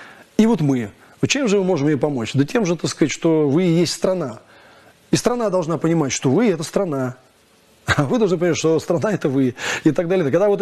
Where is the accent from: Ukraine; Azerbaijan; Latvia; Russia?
Russia; Moscow; Я коренной москвич